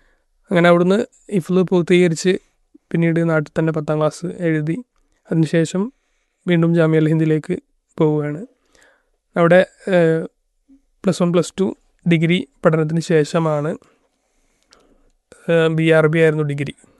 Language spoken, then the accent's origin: Malayalam; Kurumathur, Kerala, India; ഞാൻ കണ്ണൂർ ജില്ലയിലെ തളിപ്പറമ്പിനടുത്തുള്ള കുറുമാത്തൂർ എന്ന പ്രദേശത്തു നിന്നാണ് വരുന്നത്.